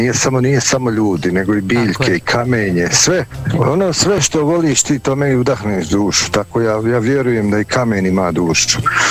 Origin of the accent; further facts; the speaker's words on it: Bosnia & Herzegovina; Ja sam bio Bosanac